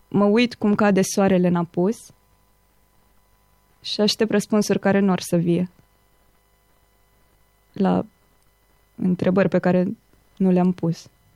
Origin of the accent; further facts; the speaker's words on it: Romania; și eu sunt româncă